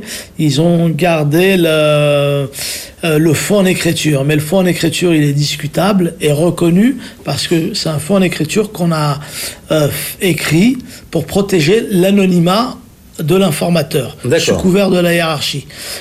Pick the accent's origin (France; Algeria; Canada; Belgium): France; Paris, Île-de-France; Moi, j'ai grandi à la porte de Montreuil. Je suis issu de la porte de Montreuil.